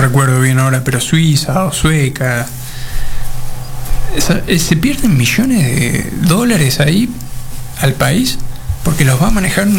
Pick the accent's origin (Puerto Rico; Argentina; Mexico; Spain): Argentina; cada tanto somos argentinos